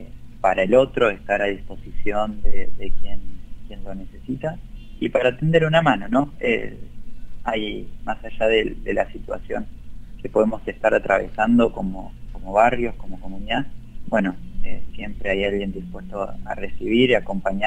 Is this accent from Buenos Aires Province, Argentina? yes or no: yes; Carmen de Areco, Buenos Aires Province, Argentina; yo soy de Carmen de Areco